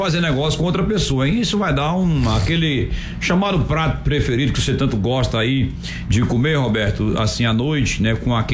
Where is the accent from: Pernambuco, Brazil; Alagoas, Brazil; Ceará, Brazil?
Pernambuco, Brazil; Serra Talhada; moved away as an adult; now in Bahia, Brazil; eu sou pernambucano, né? Eu tô na Bahia desde 1988.